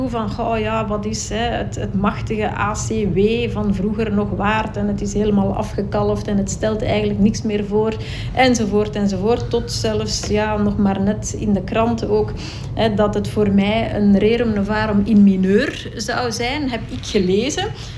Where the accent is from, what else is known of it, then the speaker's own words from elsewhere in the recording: India; now in Belgium; We zijn niet biologische broers en zussen, maar, want we komen uit verschillende streken van India. Maar ja, als je samen opgroeit, dan ben je natuurlijk gewoon broer en zus.